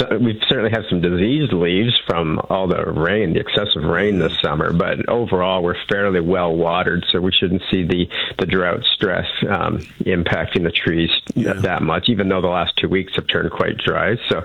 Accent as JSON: {"language": "English", "town": "Vineland", "region": "Ontario", "country": "Canada", "tie": "born or raised there", "said": "Yeah, I mean, I grew up in Vineland, quite familiar with that contrast, north versus south across the Niagara region."}